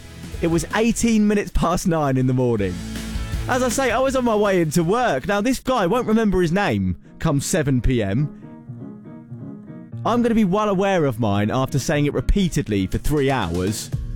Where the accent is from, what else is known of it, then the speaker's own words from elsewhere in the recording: Portsmouth, South East England, United Kingdom; So, I'm from Portsmouth, this is where I live, and August Bank Holiday weekend there is all about Victorious Festival.